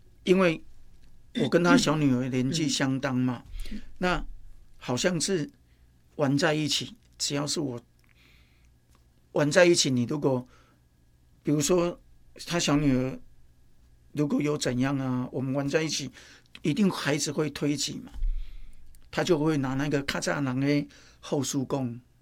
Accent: Tainan, Taiwan; 我是在台南眷村长大、嗯，那台南眷村分很多，我爸爸把我放到别的眷村。

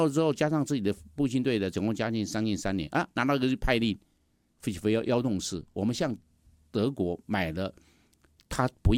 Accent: Tainan, Taiwan; 我第一志愿填台南机场，因为我台南人呐

